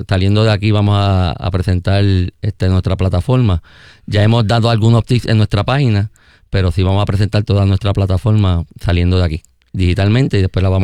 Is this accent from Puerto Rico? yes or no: yes; Cataño, Puerto Rico; yo soy de Cataño, criado en Cataño, estudié en Cataño, me gradué de la Francisco Yel, comía empanadillas del Gordo, comía sándwiches de jamón y queso en Don Tito